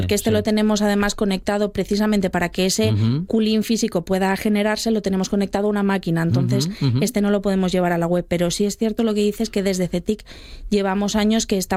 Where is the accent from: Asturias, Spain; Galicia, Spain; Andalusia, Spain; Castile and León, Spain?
Asturias, Spain; los que somos asturianos sabemos escanciar ya bastante bien, ya vamos con ello en la sangre